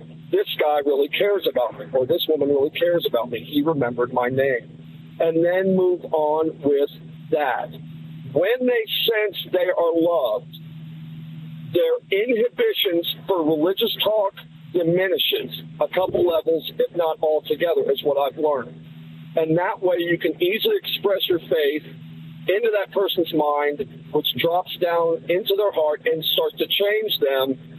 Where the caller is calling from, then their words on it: Dayton, Ohio, United States; we have the same father, live in the same region of Ohio, the Dayton area.